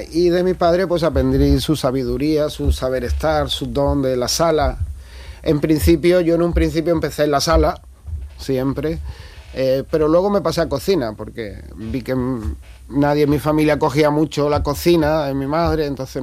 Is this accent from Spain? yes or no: yes; Arcos de la Frontera, Andalusia, Spain; born there; moved away; Me atrae más mi pueblo, Arcos de la Frontera